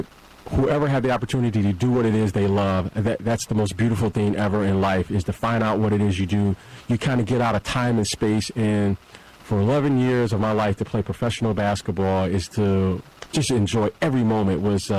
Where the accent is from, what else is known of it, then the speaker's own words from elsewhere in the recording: Detroit, Michigan, United States; I was growing up in Detroit.